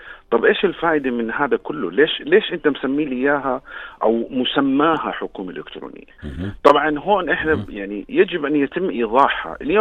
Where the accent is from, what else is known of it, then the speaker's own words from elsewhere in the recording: Jordan; moved away; انا مستثمر، انا جاي من برا البلد، صحيح انا مواطن اردني بس انا ما بعرف كل شيء، انا مش عايش في البلد.